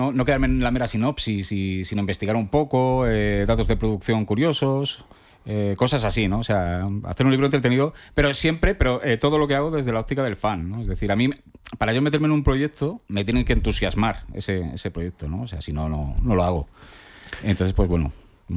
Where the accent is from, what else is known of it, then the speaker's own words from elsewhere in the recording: Alcorcón, Community of Madrid, Spain; O sea, yo me crié en Alcorcón y yo mamo la cultura hip hop desde que soy un chaval, ¿no?